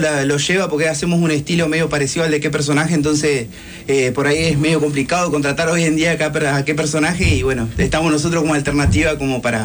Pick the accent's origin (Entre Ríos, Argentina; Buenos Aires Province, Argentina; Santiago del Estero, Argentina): Entre Ríos, Argentina; La Paz; born there; now in Paraná, Argentina; No, yo nací en La Paz, y me vine en el 2001, por ahí 2002.